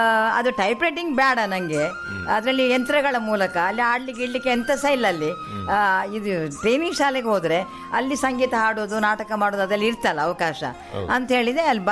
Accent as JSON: {"language": "Kannada", "town": "Mangalore", "region": "Karnataka", "country": "India", "tie": "born or raised there", "also_born_or_lived": "Surathkal", "moved": "as an adult", "lives_now": "Mangalore, India", "said": "ನಾವು ಪಣಂಬೂರಿಂದ ವಿದ್ಯಾದಾಯನಿಗೆ ನಡ್ಕೊಂಡು ಹೋಗಿ ಬಂದು ಕಲ್ತವರು."}